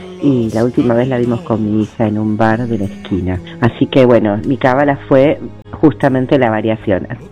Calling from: Buenos Aires, Argentina; desde Villa del Parque.

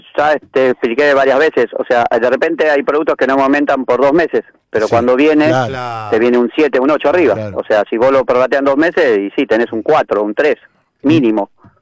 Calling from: Berazategui, Buenos Aires Province, Argentina; el barrio acá en Berazategui

